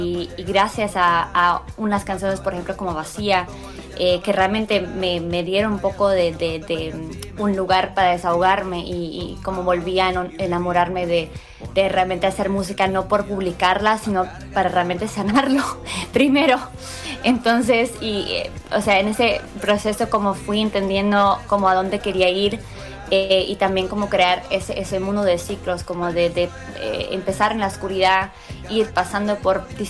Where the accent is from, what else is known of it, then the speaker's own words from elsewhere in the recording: Colombia; also born or lived in Germany; como soy colombo alemana, he crecido en distintos también países, con distintas lenguas.